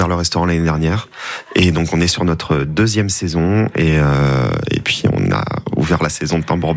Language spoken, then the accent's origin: French; Provence-Alpes-Côte d'Azur, France; Donc souvent je dis que moi je viens de la Provence Côte d'Azur mais aujourd'hui j'habite sur la dans la Provence de Marcel Pagnol.